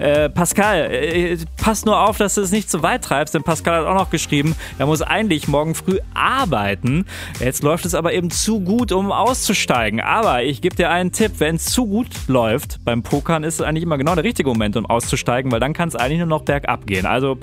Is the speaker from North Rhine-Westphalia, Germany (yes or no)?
yes; Bielefeld, North Rhine-Westphalia, Germany; aus meiner Heimatstadt Bielefeld